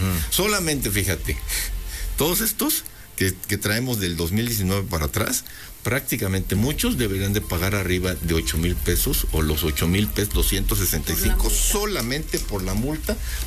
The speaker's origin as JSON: {"language": "Spanish", "country": "Mexico"}